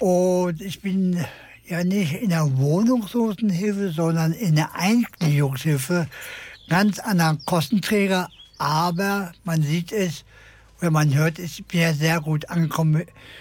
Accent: Berlin, Germany; moved away; also born or lived in Hanover; Ich bin 1980 nach Niedersachsen gezogen.

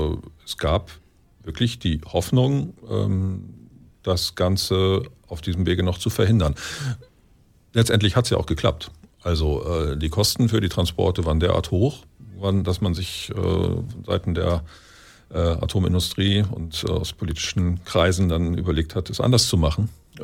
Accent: Lüchow-Dannenberg, Lower Saxony, Germany; moved away as an adult; Ich komme übrigens, also wenn ich hier sage, dann meine ich meine Heimat, das ist das östliche Niedersachsen. Ich komme ursprünglich aus dem Wendland, Lüchow-Dannenberg, bin da auch groß geworden.

